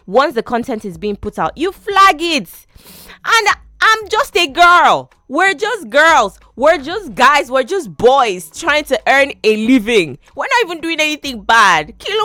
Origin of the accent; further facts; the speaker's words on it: Nigeria; accent: Nigerian; I'm true Nigerian. The accent slips out.